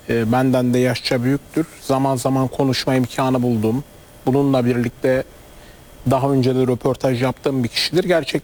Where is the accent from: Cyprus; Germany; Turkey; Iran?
Turkey; Adana; Ben Adanalıyım biliyorsun.